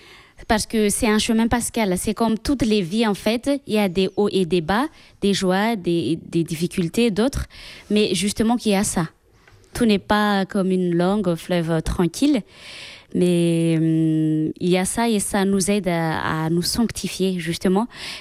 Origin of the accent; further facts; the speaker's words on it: Madagascar; also born or lived in Maine-et-Loire; now in Albi, France; j'ai grandi à Madagascar